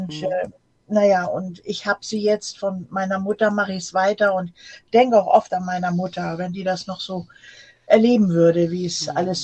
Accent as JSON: {"language": "German", "town": "Bremerhaven", "region": "Bremen", "country": "Germany", "tie": "born or raised there", "moved": "yes", "lives_now": "Hamburg, Germany", "said": "ich komme aus Bremerhaven."}